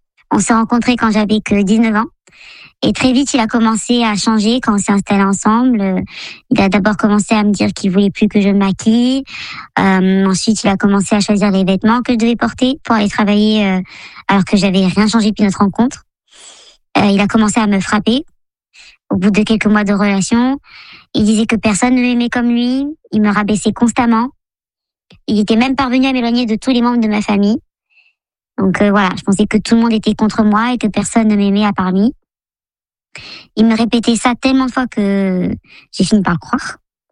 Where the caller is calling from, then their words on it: Lomé, Maritime, Togo; j'ai 36 ans. Et je vis à Lomé au Togo.